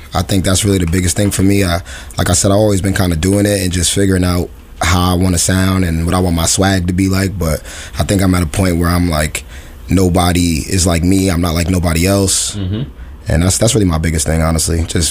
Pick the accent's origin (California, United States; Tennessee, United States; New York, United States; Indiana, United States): New York, United States; Albany; I'm from Albany